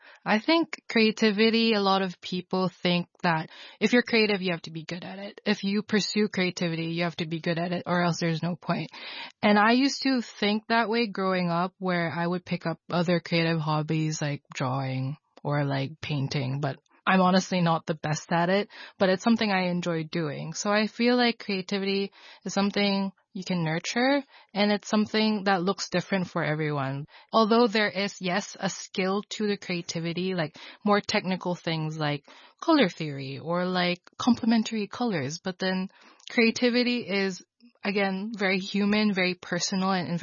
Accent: Philippines; now in Hong Kong; me being Filipino

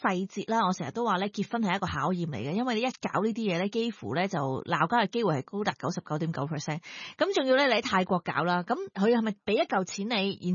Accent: Hong Kong; 所以这个是我们香港人的加分位啦。

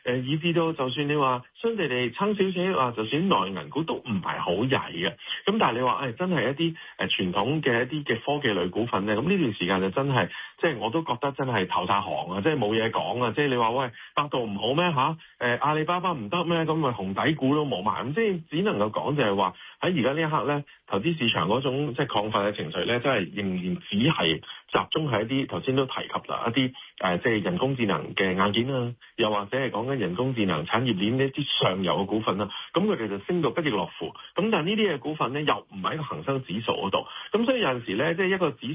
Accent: Hong Kong; 作為一個香港人

